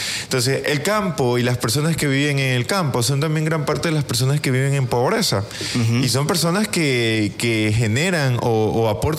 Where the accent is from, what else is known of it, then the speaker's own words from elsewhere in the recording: Ecuador; yo como ciudadano ecuatoriano.